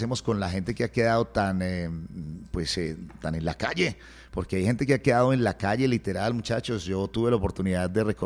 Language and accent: Spanish; Pereira, Risaralda, Colombia; como pereiranos, como colombianos.